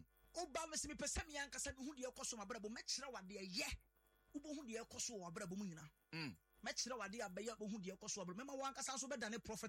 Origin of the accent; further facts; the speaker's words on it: Ghana; I'm a Ghanaian, I'm a Ghanaian, I'm a Ghanaian.